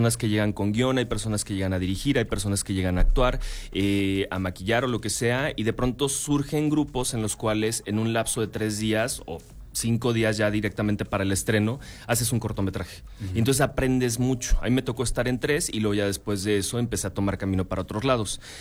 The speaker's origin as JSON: {"language": "Spanish", "country": "Mexico", "said": "así como mexicanos, siempre estamos dispuestos al desmadre"}